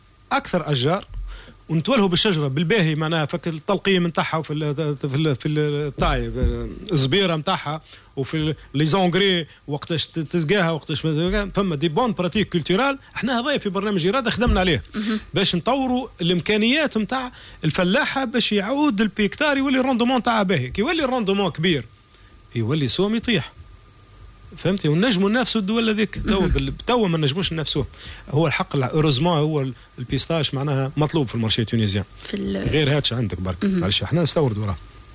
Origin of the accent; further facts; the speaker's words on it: Gafsa Governorate, Tunisia; عندنا في قفصة